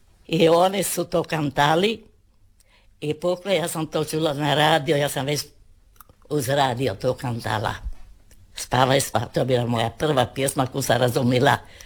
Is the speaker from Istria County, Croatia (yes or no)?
yes; Rakalj, Istria County, Croatia; born there; rođena sam u Raklju, 1926. godine, 28. siječnja, 1926.